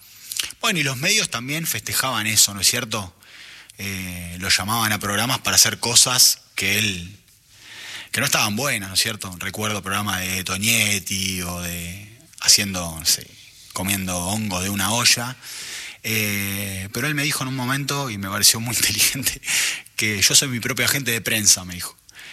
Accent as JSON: {"language": "Spanish", "region": "Buenos Aires", "country": "Argentina", "tie": "born or raised there", "said": "No, yo no soy. Yo viví toda mi vida en el barrio del Abasto, pero laburé mucho tiempo."}